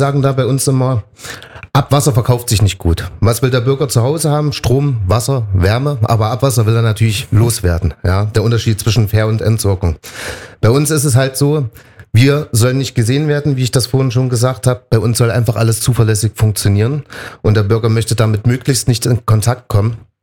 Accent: Thuringia, Germany; moved away as an adult; now in Potsdam, Germany; ich komme ja ursprünglich aus Thüringen und dort habe ich auch schon in dem Bereich gearbeitet.

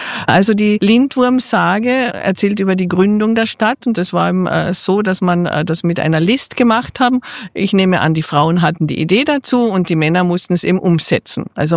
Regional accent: Carinthia, Austria; Das laissez-faire, leilossen, sagt man bei uns in Kärnten.

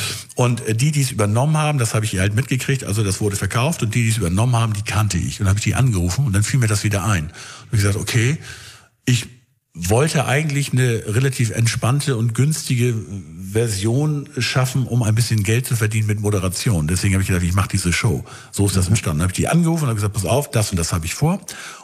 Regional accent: Schleswig, Schleswig-Holstein, Germany; Ich komme ja aus Schleswig, also ich bin ja geboren in Schleswig und da gibt's unten an der Schlei einen Stadthafen

